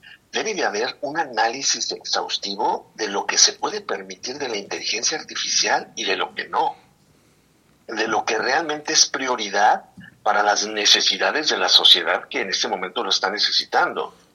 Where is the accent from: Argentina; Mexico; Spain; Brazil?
Mexico; Es completamente diferente a somos mexicanos.